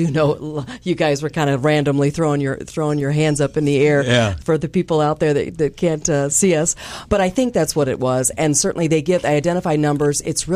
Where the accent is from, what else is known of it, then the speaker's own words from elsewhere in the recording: Raymond, Illinois, United States; So went to school in Litchfield. Grew up, born and raised in Raymond, Illinois.